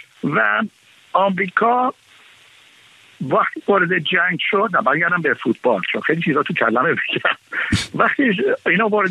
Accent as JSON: {"language": "Persian", "country": "Iran", "said": "نه لهجه ما ایرانی ها"}